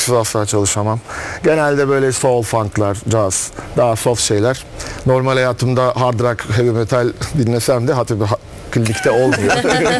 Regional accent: Biga, Çanakkale, Turkey; born there; Ben Çanakkale Biga doğumluyum. Biga'da o zamanlar gitar alınacak bir mağaza falan yok.

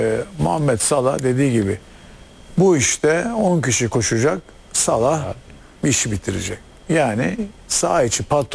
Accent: İzmir, Turkey; Bir İzmirli olarak söylüyorum.

